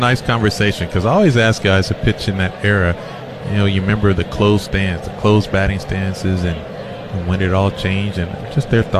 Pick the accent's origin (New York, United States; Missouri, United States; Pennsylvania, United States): Missouri, United States; Kansas City; me growing up in Kansas City